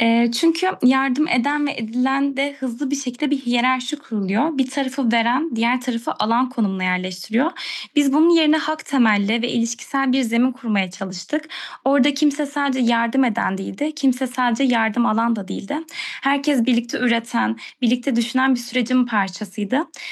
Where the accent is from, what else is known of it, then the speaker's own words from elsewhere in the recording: Antakya, Hatay, Turkey; moved away as an adult; Ben Antakyalıyım. Depremi Antakya'da yaşamış ve sonrasında zorunlu göç etmiş biriyim.